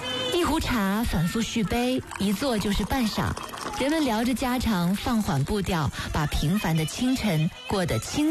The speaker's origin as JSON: {"language": "Chinese", "town": "Harbin", "region": "Heilongjiang", "country": "China", "said": "作为一个哈尔滨人，打小就偏爱东北菜"}